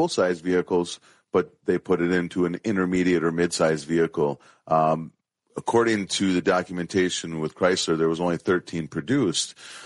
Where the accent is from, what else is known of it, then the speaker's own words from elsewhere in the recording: Janesville, Wisconsin, United States; Well, I grew up in Janesville as a GM town, so I was already predisposed to only like General Motors.